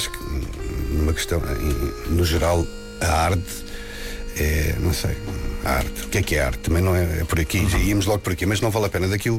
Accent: Lisbon, Portugal; born or raised there

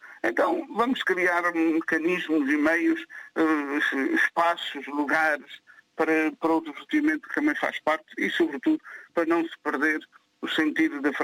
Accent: Azores, Portugal; Esta partilha que também faz parte da nossa vivência como açorianos.

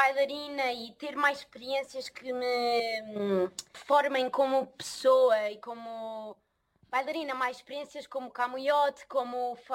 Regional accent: Lisbon, Portugal; moved away as an adult; also born or lived in Leiria; Eu sou de Lisboa. Tive a minha formação toda em Lisboa. Quer dizer, depois fui 2 anos para Leiria.

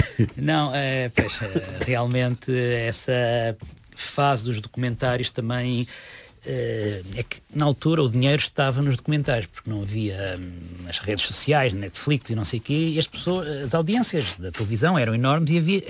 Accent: Figueira da Foz, Centro, Portugal; eu sou da Figueira da Foz

